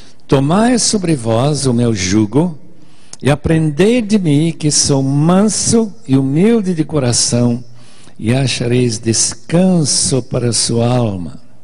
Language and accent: Portuguese; Bolivia; moved away; A gente foi criado na Bolívia, como todos aqui sabem, e uma das coisas mais comuns é ver duplas de bois, que não havia tratores em todo esse vale onde nós morávamos.